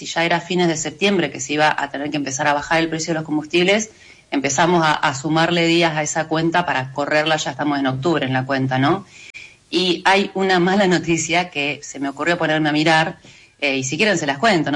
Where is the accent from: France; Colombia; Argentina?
Argentina